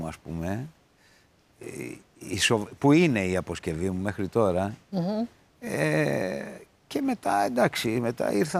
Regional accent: Greece; born there; είμαι γεννημένος στην Ελλάδα.

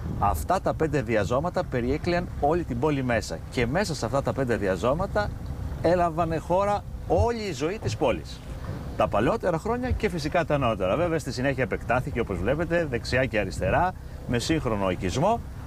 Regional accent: Nafpaktos, Western Greece, Greece; Γεννήθηκα στην Ναύπακτο, μεγάλωσα στην Ναύπακτο, πήγα σχολείο στην Ναύπακτο, έζησα την Ναύπακτο σε όλες τις φάσεις της και τους δύσκολους χειμώνες και τα ωραία καλοκαίρια και τη φύση και τη θάλασσα κυρίως και το κάστρο.

